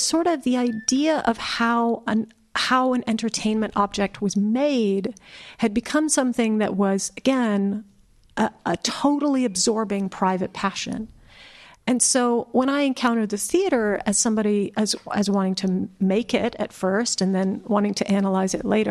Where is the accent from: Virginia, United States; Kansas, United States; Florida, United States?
Kansas, United States; I grew up in Kansas, and my parents are culture vultures.